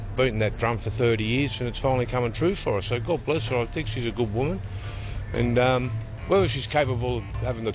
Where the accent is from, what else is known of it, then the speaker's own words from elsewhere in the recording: Coffs Harbour, New South Wales, Australia; I come from Coffs Harbour.